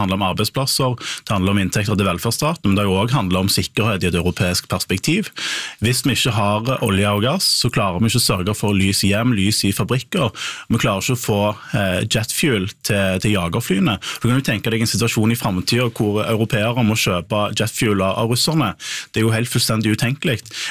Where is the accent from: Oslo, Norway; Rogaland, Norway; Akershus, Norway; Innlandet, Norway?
Rogaland, Norway; Stavanger; Man har allerede sett plasser som jeg kommer fra Stavanger og Vestland, at det er store nedbemanninger i mange selskaper.